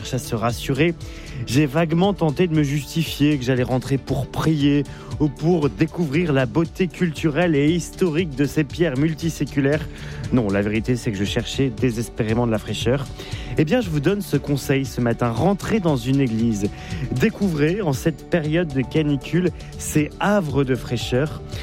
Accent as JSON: {"language": "French", "town": "Brest", "region": "Brittany", "country": "France", "tie": "born or raised there", "said": "J'ai grandi à Brest, quand le mercure dépassait les 24-25, on appelait ça canicule."}